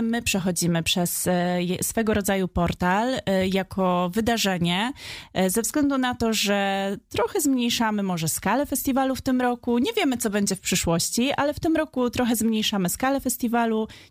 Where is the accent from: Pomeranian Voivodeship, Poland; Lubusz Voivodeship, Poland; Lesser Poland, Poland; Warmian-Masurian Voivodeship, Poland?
Lubusz Voivodeship, Poland; moved away as an adult; now in Wrocław, Poland; ja właściwie nie jestem z Wrocławia, jestem z województwa lubuskiego. Przyjechałam do Wrocławia na studia